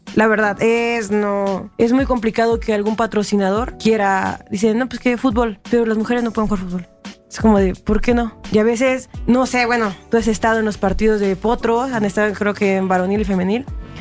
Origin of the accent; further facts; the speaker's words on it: Ciudad Altamirano, Guerrero, Mexico; moved away as an adult; also born or lived in Michoacán; yo soy originaria de Ciudad Altamirano, Guerrero. Nací en Michoacán, pero toda mi vida la viví allá hasta que me vine a estudiar a la universidad para acá.